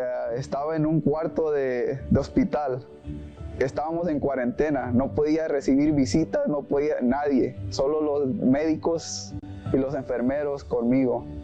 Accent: Cantón Celaya, El Salvador; Soy originario de El Salvador, de Cantón Celaya. Rodeado de mucha familia

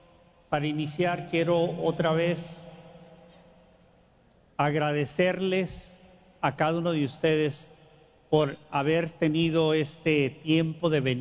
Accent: Tijuana, Baja California, Mexico; yo soy de Tijuana, nací en Tijuana.

